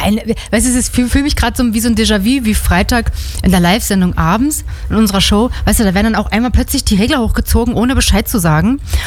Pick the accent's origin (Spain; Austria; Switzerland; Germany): Germany; Saxony-Anhalt; ich komme aus Sachsen-Anhalt da oben, kenne mich in den unteren nicht so.